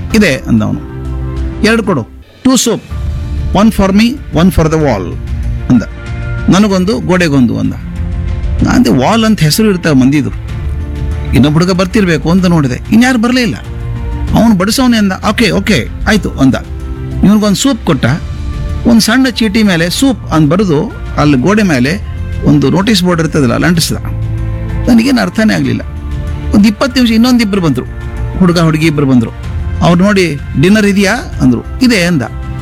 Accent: Bijapur district, Karnataka, India; born there; moved away; ನಮ್ಮ ಹಳ್ಳಿಯಲ್ಲಿ ಮಾಡ್ತಾ ಇದ್ವಿ ಸ್ವಾಮಿ ನಾವು, ಮುತ್ತುಗದೆಲೆ ಹಚ್ಚಬೇಕು. ನಮ್ಮ ಅಜ್ಜ ದೊಡ್ಡ ಜಮೀನ್ದಾರ, ರೈತರು ತಂದು ಹಾಕ್ಬೇಕು ನಮ್ಮ ಮನೆಯಲ್ಲಿ, ಈ ಮುತ್ತುಗದೆಲೆ ತಂದು ಹಾಕ್ಬೇಕು. ಊಟ ಎಲ್ಲ ಮುತ್ತುಗದೆಲೆಯಲ್ಲಿ ಮಾಡ್ಬೇಕು. ಬಾಳೆ ಎಲ್ಲ ಸಿಗಲ್ಲ ಅಲ್ಲಿ ಬಿಜಾಪುರ ಜಿಲ್ಲೆಯಲ್ಲಿ.

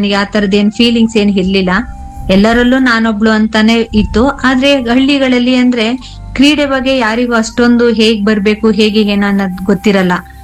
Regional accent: Kanchagarakoppalu, Karnataka, India; 1-7 ನಾನು ಕಂಚಗಾರಕೊಪ್ಪಲಲ್ಲೇ ಓದಿದ್ದು, 7th PU ನಮ್ಮ ಊರಿನ ಪಕ್ಕ 4 ಕಿಲೋಮೀಟರ್ ಕೆಸ್ತೂರ್ ಕೊಪ್ಪಲು.

